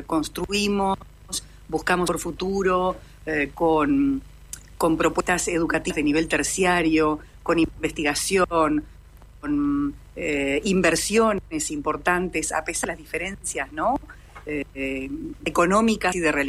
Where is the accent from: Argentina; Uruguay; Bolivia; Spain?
Uruguay; Rivera; somos de Rivera